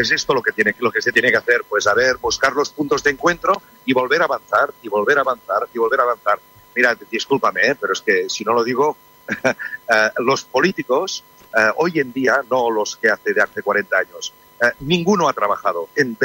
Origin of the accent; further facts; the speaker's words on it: Barcelona, Catalonia, Spain; now in Morocco; Yo soy de Barcelona